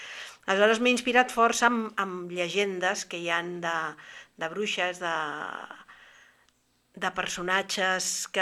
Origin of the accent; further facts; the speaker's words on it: Vilassar de Mar, Catalonia, Spain; also born or lived in El Masnou; Sí, tinc molt clar que Vilassar de Mar és el meu poble i que sóc del Maresme.